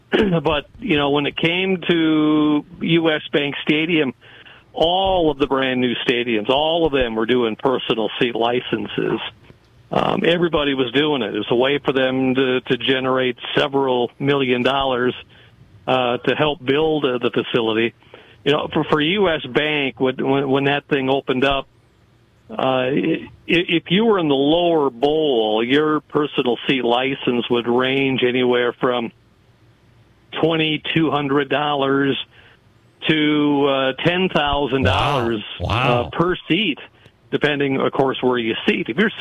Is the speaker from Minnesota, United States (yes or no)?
yes; Minnesota, United States; moved away; You know, I grew up in Minnesota and was a big Vikings fan, was there in the 70s